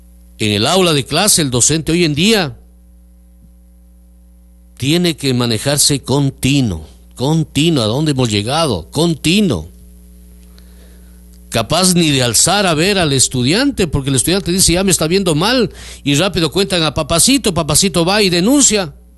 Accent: Ecuador; le dijimos que somos ecuatorianos y que acá decimos cola.

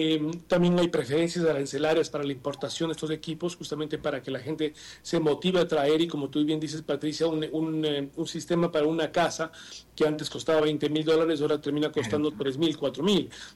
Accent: Ecuador

